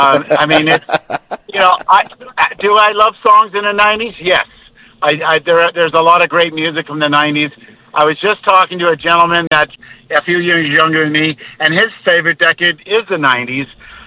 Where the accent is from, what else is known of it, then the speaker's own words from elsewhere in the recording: Ontario, Canada; born there; I was born in Ontario